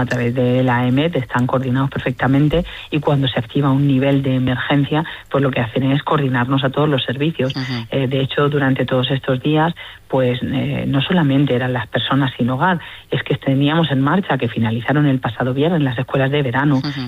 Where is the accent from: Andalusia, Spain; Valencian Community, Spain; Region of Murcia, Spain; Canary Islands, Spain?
Region of Murcia, Spain; Murcia; las personas que vivimos en Murcia, que somos murcianos